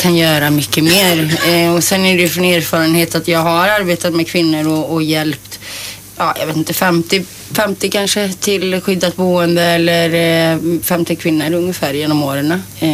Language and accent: Swedish; Trollhättan, Västra Götaland County, Sweden; jag är ju uppvuxen i Kronogården